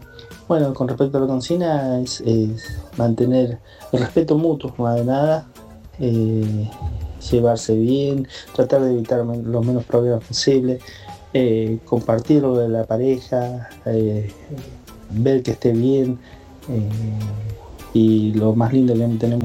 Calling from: Pujato Norte, Santa Fe, Argentina; todas las mañanas las escuchamos desde Pujato Norte, Santa Fe.

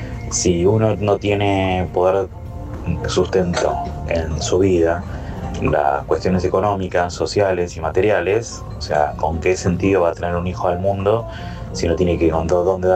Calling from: Tablada, Buenos Aires Province, Argentina; de Tablada.

